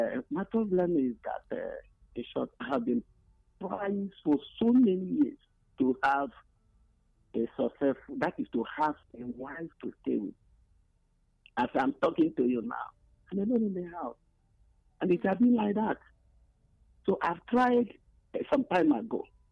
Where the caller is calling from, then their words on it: Ebonyi, Nigeria; Yes, I'm from Ebony State.